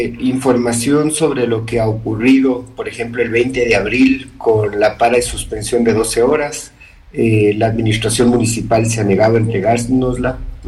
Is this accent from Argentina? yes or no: no; Quito, Pichincha, Ecuador